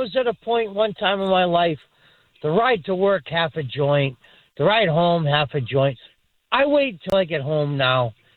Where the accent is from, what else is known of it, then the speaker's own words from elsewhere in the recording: Scotland, United Kingdom; I'll drink whatever you'll buy me. I'm Scottish.